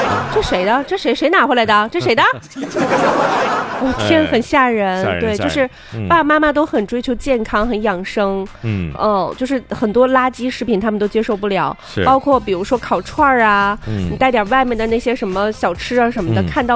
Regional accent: Northeast China, China; 我们东北人嘛

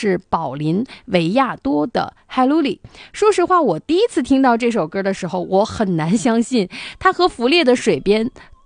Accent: China; 我们中国人

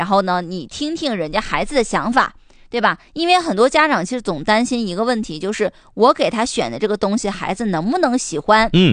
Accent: Northeast China, China; 咱们东北人说话都相对来说比较直嘛，直来直去的性格

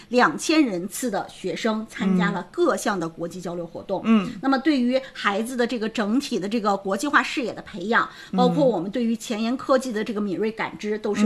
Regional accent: Heilongjiang, China; 那黑龙江是我的家乡

